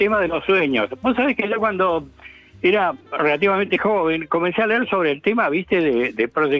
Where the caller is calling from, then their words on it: Bahía Blanca, Buenos Aires Province, Argentina; de Bahía Blanca.